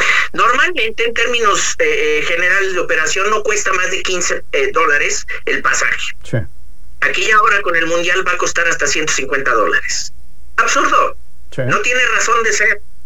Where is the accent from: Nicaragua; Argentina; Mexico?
Mexico; Mexico City; Como mexicano y más aún como capitalino, me siento orgulloso